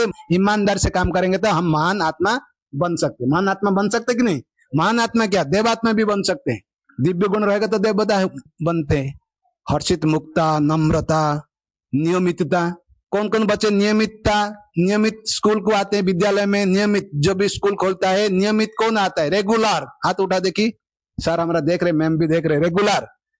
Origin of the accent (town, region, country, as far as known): Odisha, India; born or raised there